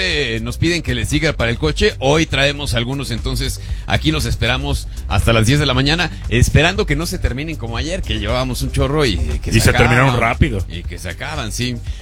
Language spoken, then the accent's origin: Spanish; Mexico